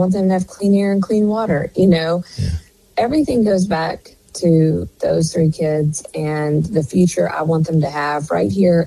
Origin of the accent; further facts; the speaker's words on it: Memphis, Tennessee, United States; I was born and raised here in Memphis, a wonderful town full of underdogs and fighters.